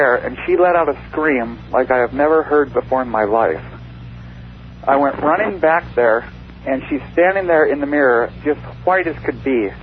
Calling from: Seattle, Washington, United States; I'm calling from Seattle, KVI.

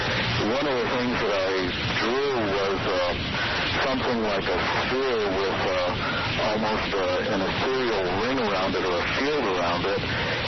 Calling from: San Fernando, Mexico; I'm calling from San Fernando, Mexico.

